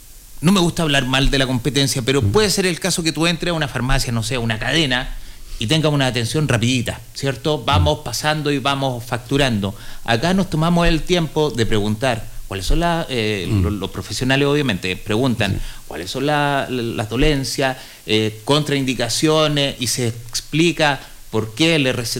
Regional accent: Rinconada de Silva, Valparaíso, Chile; also born or lived in Santiago; now in Putaendo, Chile; Yo soy nacido y criado en Rinconada de Silva

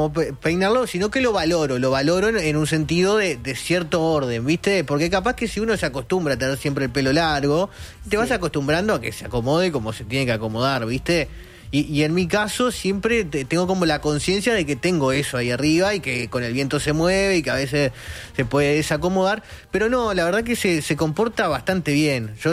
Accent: Uruguay

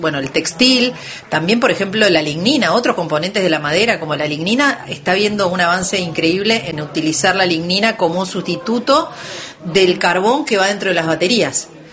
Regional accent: Uruguay; como uruguayos tenemos que abrazar y que tenemos que conservar

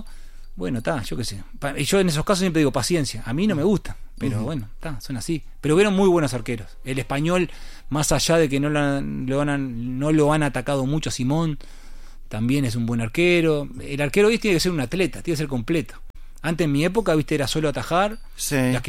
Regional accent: Uruguay; moved away as an adult; la ilusión de volver, de estar acá en el país

